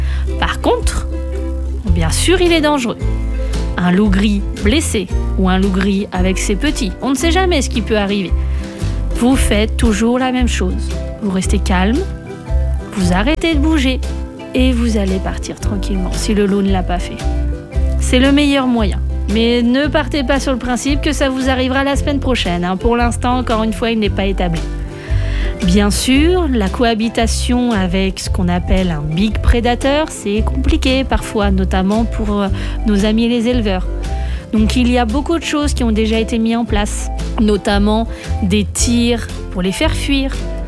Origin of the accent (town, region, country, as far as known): Normandy, France